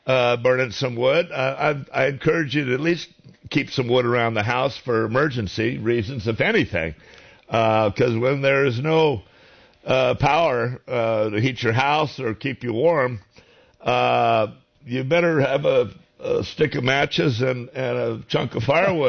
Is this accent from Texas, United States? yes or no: no; California, United States; I grew up in Northern California. My father ran a sawmill in Ukiah, and we ran a great vineyard and pear orchard, as well as my father was a millwright for a big mill up there.